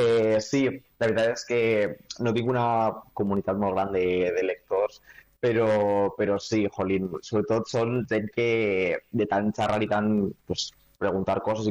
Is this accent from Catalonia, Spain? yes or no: no; Vila-real, Valencian Community, Spain